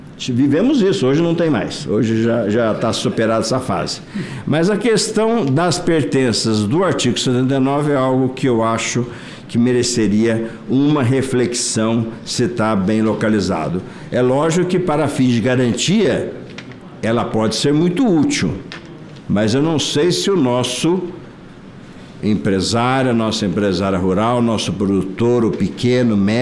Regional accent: Presidente Prudente, São Paulo, Brazil; mesmo dentro do meu estado de São Paulo, Mogi das Cruzes é uma região, Presidente Prudente de onde eu venho é outra

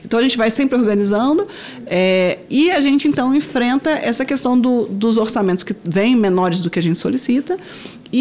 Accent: Brazil; eu acho que enquanto brasileiros, a gente pode se orgulhar do que são hoje esses setores

